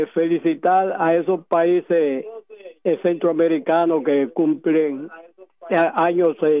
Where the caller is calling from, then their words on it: Dominican Republic; soy dominicano.